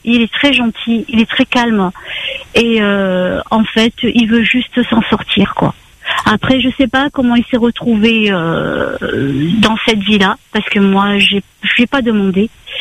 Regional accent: Réunion; on est tous des Réunionnais à La Réunion

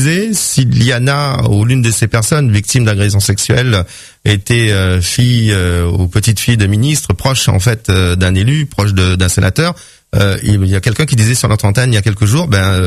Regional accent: France; Nous sommes français, je vous le rappelle.

